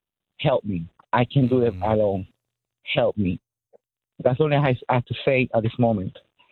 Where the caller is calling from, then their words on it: Florida, United States; Right now, I'm calling from South Florida right now. I live here in South Florida.